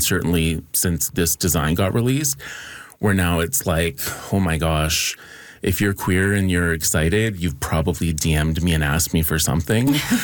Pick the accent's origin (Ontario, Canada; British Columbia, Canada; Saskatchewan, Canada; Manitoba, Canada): Saskatchewan, Canada; growing up in Saskatchewan when I was younger